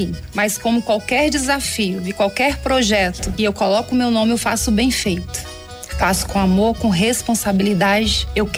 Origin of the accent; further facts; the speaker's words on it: Ceilândia, Federal District, Brazil; also born or lived in Brasília; Eu tenho 44 anos, nasci aqui em Brasília, cresci na Ceilândia.